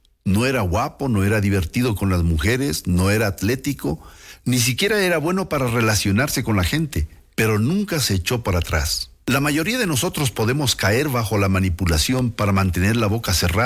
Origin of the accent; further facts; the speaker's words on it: England, United Kingdom; soy de Inglaterra y creo en Dios.